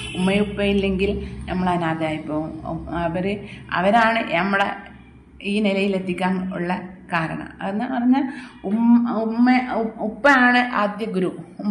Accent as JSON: {"language": "Malayalam", "region": "Andhra Pradesh", "country": "India", "lives_now": "Kerala, India", "said": "ഞാൻ ആന്ധ്രത്തിൽ നിന്നാണ് വരുന്നത്."}